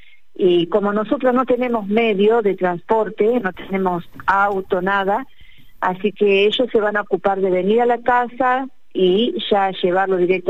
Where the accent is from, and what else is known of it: Rosario, Santa Fe, Argentina; now in Córdoba, Argentina